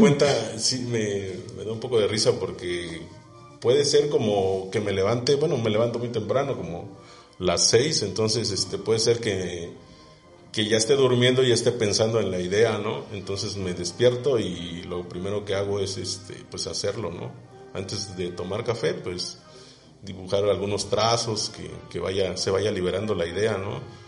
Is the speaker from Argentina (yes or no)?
no; Oaxaca, Mexico; la parte prehispánica que nos representa, pues, como jojeños o como oaxaqueños, ¿no?